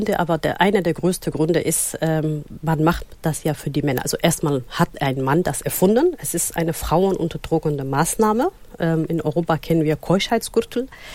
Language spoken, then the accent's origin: German; Somalia; sondern ich war mit 20 in meinem Heimatland, habe meine Großeltern besucht.